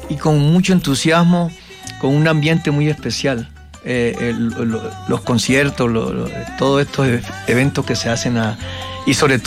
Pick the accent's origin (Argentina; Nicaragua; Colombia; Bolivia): Colombia; soy colombiano.